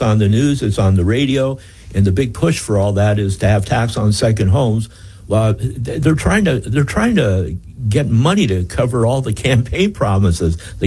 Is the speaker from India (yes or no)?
no; Canada; now in United States; I came from Canada. I love it in California, and I'm just enjoying it.